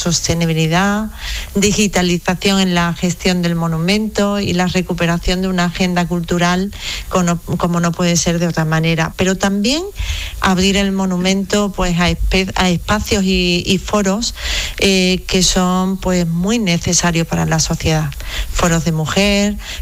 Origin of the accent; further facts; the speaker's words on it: Seville, Andalusia, Spain; es un monumento para sentirse orgulloso como sevillano y sevillana